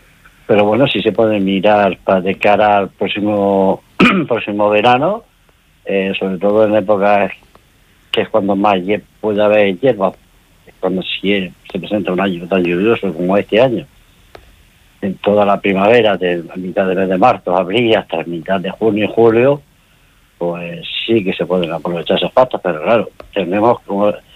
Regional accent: Andalusia, Spain; now in Region of Murcia, Spain; Yo no soy de aquí de la región de Murcia, pero llevo más de 60 años aquí en la región de Murcia. Yo provengo de la zona de Andalucía.

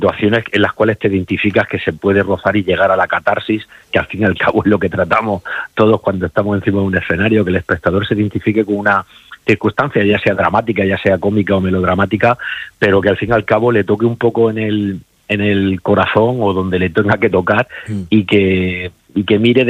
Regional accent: Region of Murcia, Spain; moved away; siempre venir aquí a la región a trabajar, a la tierra de donde eres

